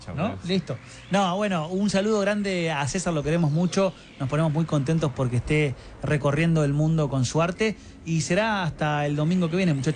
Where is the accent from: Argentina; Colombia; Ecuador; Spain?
Argentina; Merlo, Buenos Aires Province; Yo soy músico, soy de Merlo